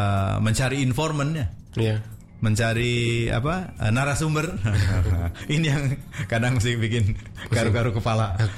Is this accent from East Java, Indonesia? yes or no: no; Cirebon, West Java, Indonesia; Contoh misalnya kita orang Cirebon, apakah anak-anak kita bisa berbahasa Cirebon?